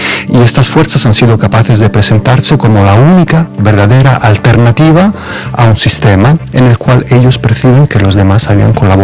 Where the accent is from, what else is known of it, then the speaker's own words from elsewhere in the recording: Italy; Spanish is a second language; En Italia, en mi país, el partido matriz del que es el partido de Meloni fue acogido en el gobierno por Berlusconi